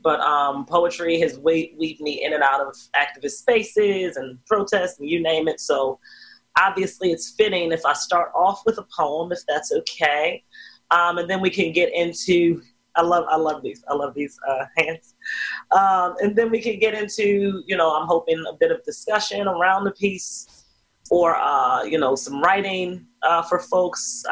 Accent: Baltimore, Maryland, United States; also born or lived in Oakland; I'm from Baltimore, Maryland.

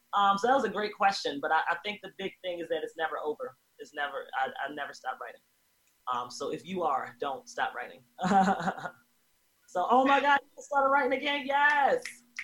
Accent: Baltimore, Maryland, United States; I am in Baltimore, Maryland, in East Baltimore. I'm from West Baltimore.

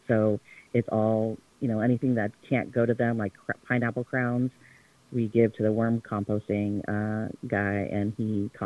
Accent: Bay Area, California, United States; moved away; I'm originally from the Bay Area

